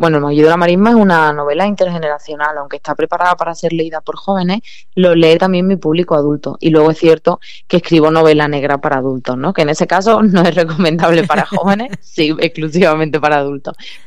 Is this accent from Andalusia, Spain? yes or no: yes; Andalusia, Spain; Como andaluza, además, me siento en la obligación de ambientar novelas en mi tierra